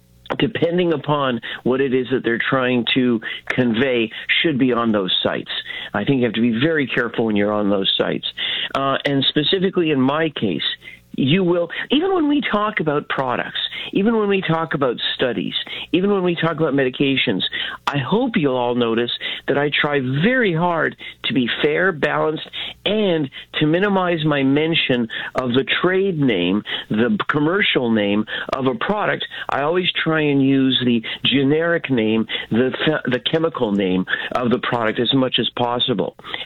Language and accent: English; Canada; Wait a minute. I'm Canadian. I know I should be used to it.